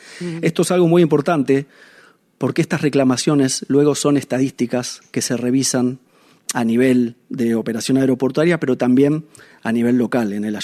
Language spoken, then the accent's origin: Spanish; Argentina; moved away as an adult; now in La Pineda, Spain; Soy argentino, vivo hace 6 años en el barrio de La Pineda. Adopté el barrio y adopté la ciudad como propia.